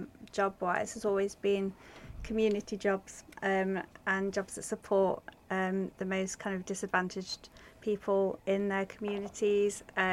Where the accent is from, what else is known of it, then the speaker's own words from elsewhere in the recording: West Midlands, United Kingdom; moved away; I grew up in Shropshire, so it was very rural